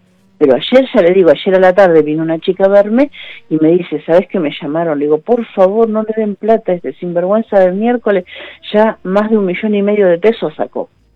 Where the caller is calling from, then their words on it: San Justo, Buenos Aires Province, Argentina; De San Justo, mi amor, de San Justo.